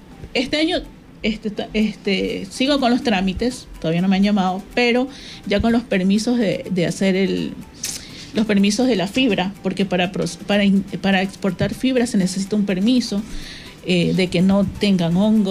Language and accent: Spanish; Portoviejo, Manabí, Ecuador; soy de Puerto Viejo, Río Chico, de la parte rural de Puerto Viejo.